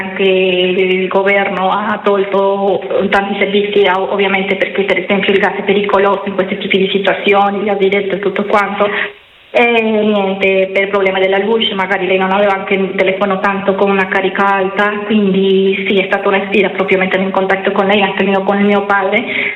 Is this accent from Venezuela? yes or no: yes; Venezuela; per me come venezuelana